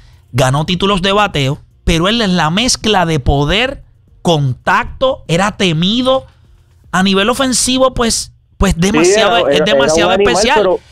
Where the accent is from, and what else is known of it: Caguas, Puerto Rico